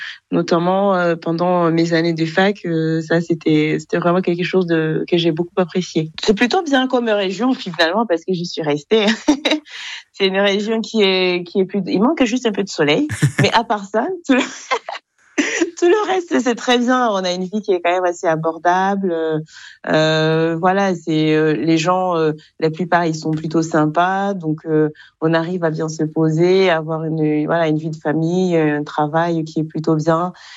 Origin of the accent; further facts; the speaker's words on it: Kigali, Rwanda; moved away as an adult; now in France; Alors moi je suis née au Rwanda, dans la capitale du Rwanda, Kigali. J'ai été élevée là-bas jusqu'à mes 19 ans. À la fin de mon bac, où je suis venue en France.